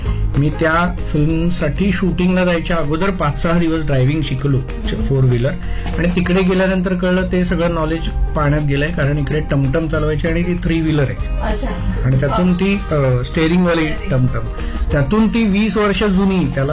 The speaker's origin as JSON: {"language": "Marathi", "town": "Mumbai", "region": "Maharashtra", "country": "India", "tie": "born or raised there", "said": "नंतर आई वडिलांची ट्रान्सफर झाली माझ्या औरंगाबादला आणि मी आणि माझी बहीण इकडे मावशीकडे लहानाचे मोठे झालो कृष्णनगरमध्ये बोरीवलीला."}